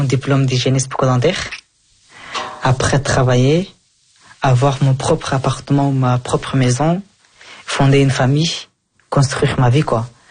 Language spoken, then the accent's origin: French; Afghanistan; now in Belgium; Je ne suis plus afghan maintenant, je suis Belge.